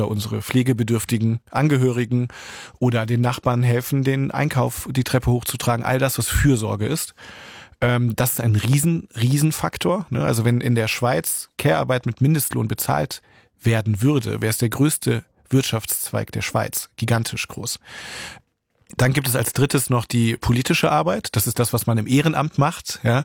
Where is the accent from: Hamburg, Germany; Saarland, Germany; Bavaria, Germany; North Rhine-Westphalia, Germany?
Hamburg, Germany; Und in meiner Heimatstadt in Hamburg.